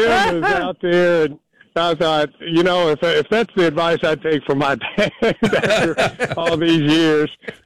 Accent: Richmond, Kentucky, United States; I grew up in Richmond, as you know.

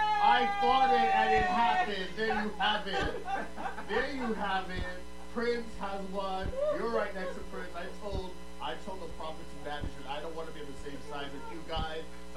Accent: Antigua & Barbuda; when I studied in the U.S., and I used to tell people, you know, I'm from Antigua

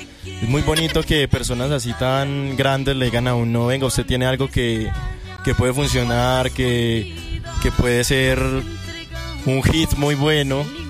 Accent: Manizales, Caldas, Colombia; Yo vengo de Caldas, de Manizales, Caldas.

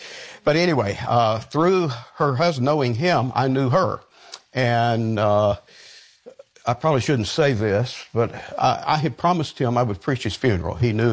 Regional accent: Olive Branch, Mississippi, United States; we are sort of from Olive Branch, Mississippi. We spend 6 months in the South in Olive Branch, or that's home base

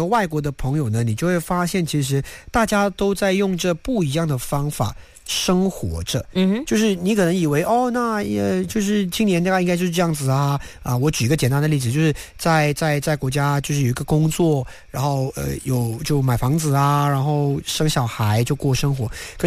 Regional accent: Malaysia; 我们马来西亚人

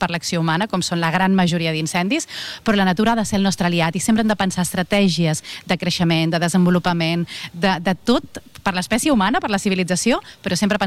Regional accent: Rupià, Catalonia, Spain; Jo algun dia has de venir al meu poble, a Rupià

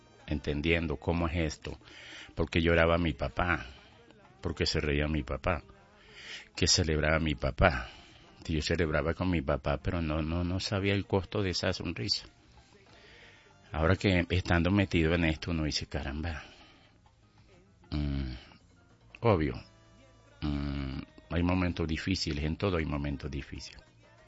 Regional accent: Barrancabermeja, Santander, Colombia; Yo soy de Barranca Bermeja, la sucursal del cielo.

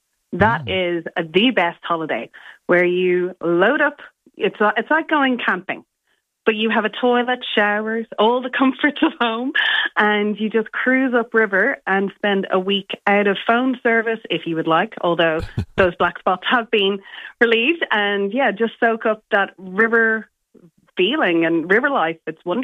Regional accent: Ireland; moved away as an adult; now in Renmark, Australia; So, originally, I'm Irish, and I came here 15 years ago, and I'm the tourist who hasn't left.

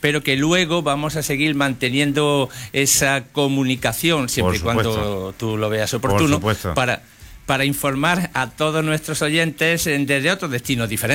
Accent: La Carolina, Andalusia, Spain; born there; now in Andújar, Spain; pues de nacimiento uno lleva dentro el pueblo que me vio nacer, la Carolina, porque lógicamente allí está la familia, está mi inicio

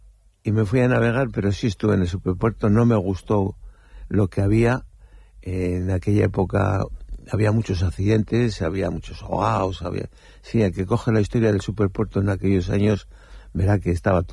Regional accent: Castro Urdiales, Cantabria, Spain; como siempre lo he contado aquí en Castro, pues por los cargaderos venían barcos del norte, venían barcos ingleses, barcos holandeses a cargar mineral, y en la calle La Mar donde yo nací estaba la pastelería de Baranda

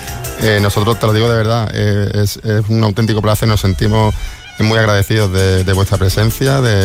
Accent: Málaga, Andalusia, Spain; que yo como también malagueño, me siento muy orgulloso

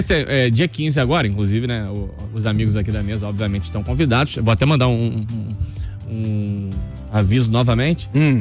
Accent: São Gonçalo, Rio de Janeiro, Brazil; Eu cresci entre dois bairros lá em São Gonçalo. Minha mãe, depois que separou do meu pai, firmou a vida ali na Estrela do Norte. E meu pai no Vila Lage.

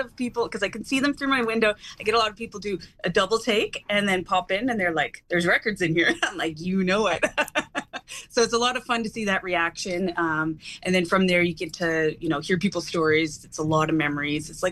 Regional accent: Prince George, British Columbia, Canada; When I was a teenager, I used to frequent this record store in my hometown of Prince George.

